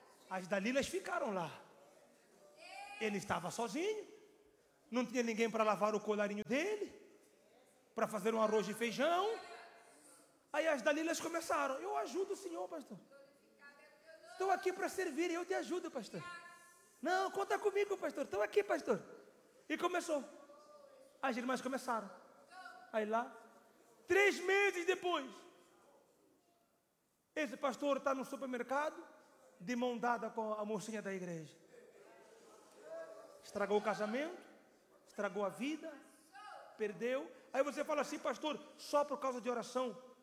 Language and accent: Portuguese; Mozambique; Há uns anos, foi um pastor em minha terra, Moçambique. E ele era do Rio de Janeiro. Esse pastor chegou na minha terra